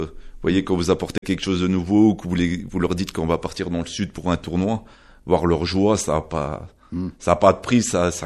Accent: Longwy, Grand Est, France; Moi, je viens de Longwy, hein, avec mes enfants, d'Erserange, de Réan, d'un peu partout, quoi.

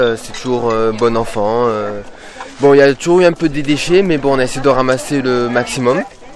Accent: Marseille, Provence-Alpes-Côte d'Azur, France; born there; now in La Seyne-sur-Mer, France; On vient de La Seyne-sur-Mer, dans le Var. On vient exprès à Marseille pour. Moi, je suis né à Marseille

